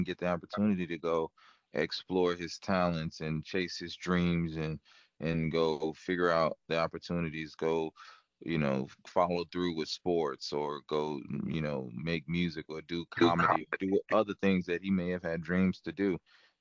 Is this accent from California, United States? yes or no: no; Austin, Texas, United States; So, but we're all from East Austin. I was born here in Breckenridge.